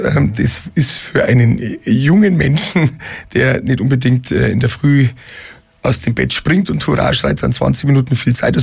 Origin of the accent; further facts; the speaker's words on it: Geretsried, Bavaria, Germany; also born or lived in Wolfratshausen; Also ich sage, ich bin aus Gartenberg, nicht aus Geretsried.